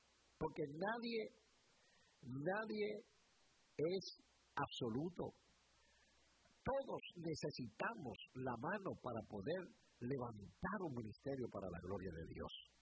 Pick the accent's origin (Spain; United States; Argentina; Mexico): United States; New York; born there; yo soy puertorriqueño, nacido en Nueva York